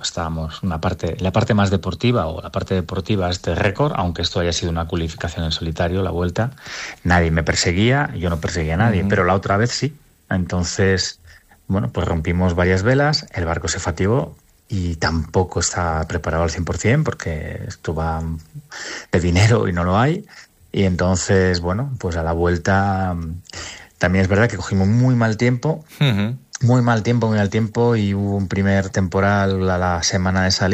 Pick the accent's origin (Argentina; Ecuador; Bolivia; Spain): Spain